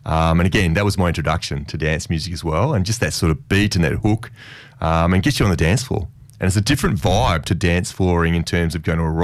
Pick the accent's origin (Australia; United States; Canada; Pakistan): Australia; Perth, Western Australia; moved away as an adult; also born or lived in United Kingdom; now in Sydney, Australia; I grew up in Perth. So it had about one nightclub.